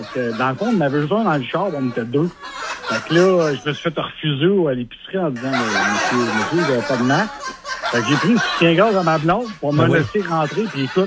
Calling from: Trois-Rivières, Quebec, Canada; Je suis au Maxi à Trois-Rivières.

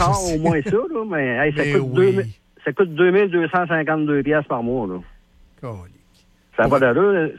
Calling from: Portneuf, Quebec, Canada; je suis en Port-Neuf

